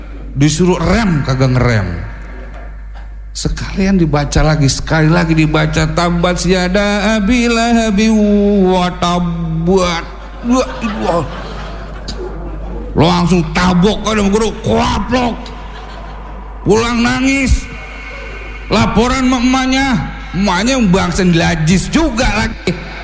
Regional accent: West Java, Indonesia; Ya saya kan orang Betawi pinggiran Pak. Tadi kata MC saya orang Jakarta. Padahal sih gak tapi Jakarta saya. Gak tapi Jakarta saya. KTP saya DK Bekasi.

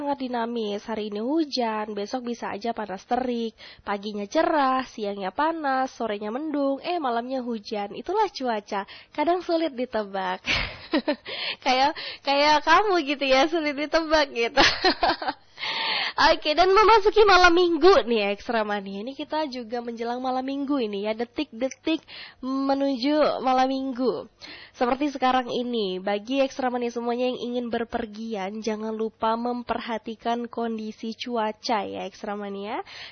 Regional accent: Aceh, Indonesia; kita warga Aceh Singkil

